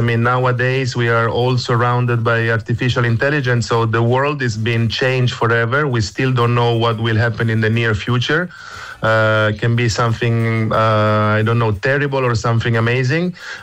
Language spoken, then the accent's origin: Dutch; Italy; Dutch is a second language; moved away; Ik praat gewoon goed Nederland. Ik bestaat alles. Maar als je moet over een film praten, dan heb ik liever Engels. Want ik ben eigenlijk Italiaans.